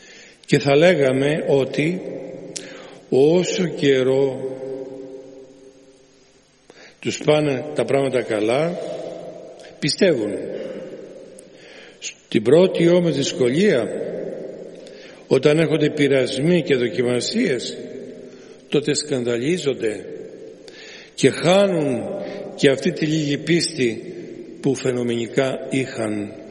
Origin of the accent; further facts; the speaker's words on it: Greece; Εμείς σαν Έλληνες έχουμε την τεράστια ευλογία να ζούμε σε αυτή την ευλογημένη χώρα